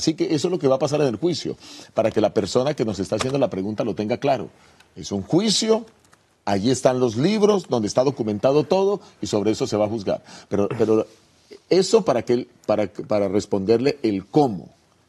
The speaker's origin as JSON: {"language": "Spanish", "country": "Colombia", "said": "como este es un concepto que se ha utilizado en mi país, Colombia, el tema del reo ausente"}